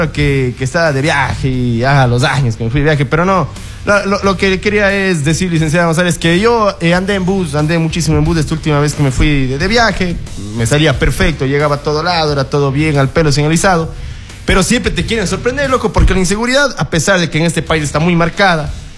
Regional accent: Ecuador; yo soy del Ecuador

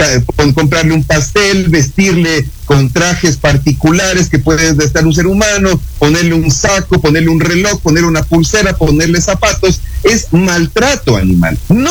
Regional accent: Ecuador

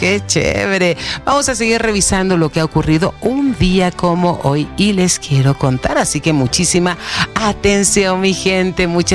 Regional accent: Manabí, Ecuador; now in Quito, Ecuador; a nuestra gente de mi tierra hermosa, de mis sueños, en Manabí

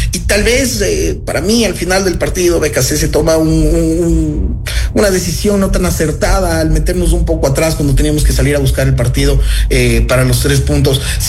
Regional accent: Ecuador

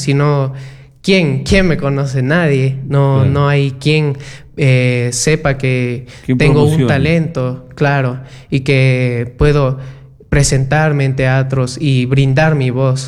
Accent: Loja, Ecuador; Sí, yo soy de Loja

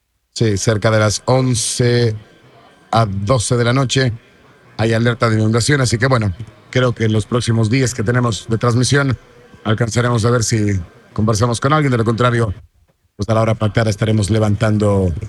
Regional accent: Cuenca, Azuay, Ecuador; Somos salados los de Cuenca, ¿no?

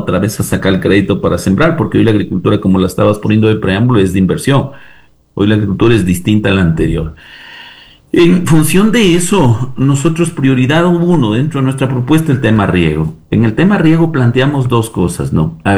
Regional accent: Celica, Loja, Ecuador; He sido dos veces alcalde de mi tierra linda, de mi celestial Celica.

